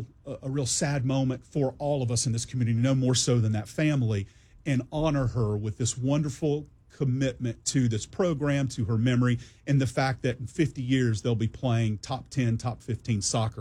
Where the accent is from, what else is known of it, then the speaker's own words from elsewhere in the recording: Georgia, United States; moved away as an adult; now in Memphis, United States; I grew up outside of Atlanta.